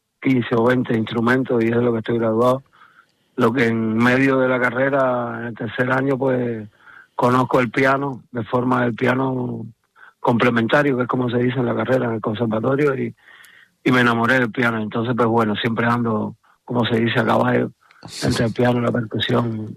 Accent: Cuba

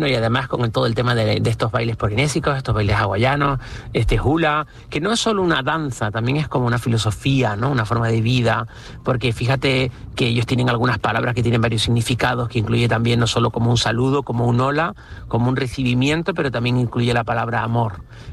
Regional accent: Canary Islands, Spain; a nosotros que somos españoles, canarios

